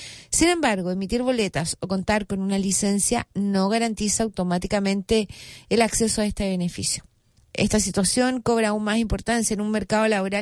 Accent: Chile; Los chilenos somos re buenos para cambiar la letra a las canciones así.

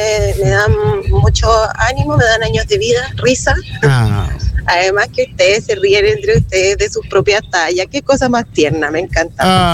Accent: Valparaíso, Chile; Exactamente quién soy yo. … de Playa Ancha.

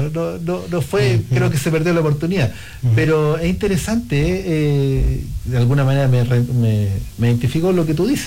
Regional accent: Valparaíso, Chile; now in Patagonia, Chile; yo soy de la Quinta Región, así que también tengo una sensibilidad especial con la Quinta Región, pero la Patagonia pudo más y también me atrapó hace harto tiempo.

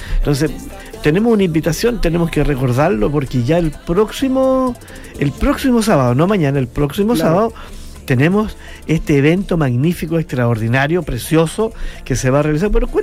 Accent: Chile; yo siempre digo que yo amo mi país, ya es bien chileno, me gustan las tradiciones, la comida, todo en mi país.

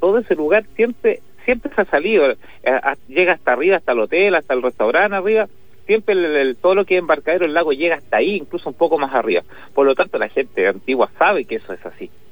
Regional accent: Villarrica, Araucanía, Chile; yo soy de Villarrica, nacido y criado en Villarrica.

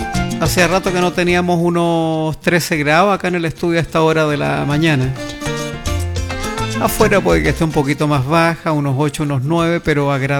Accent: Chile; Somos chilenos todo el año y disfrutamos de nuestro folclore, nuestra música criolla.

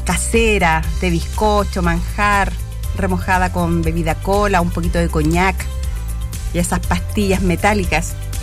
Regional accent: Chile; Yo creo que yo soy la única chilena.

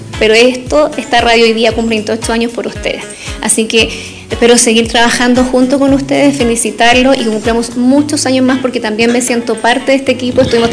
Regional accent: Ligüeymo, O'Higgins, Chile; voy a hablar como periodista y como palmillana padre. Yo vivo en el sector de Ligüeymo, ahí tengo, nací y criada en Ligüeymo.

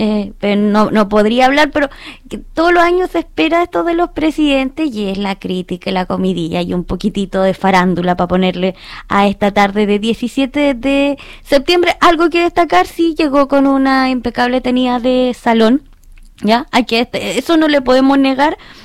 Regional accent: Chile

